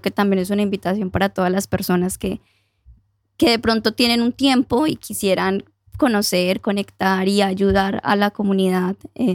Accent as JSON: {"language": "Spanish", "town": "Armenia", "region": "Quindío", "country": "Colombia", "said": "Yo soy de Armenia, Quindío. Ay, no sé si lo conocen, sí. Del centro del país."}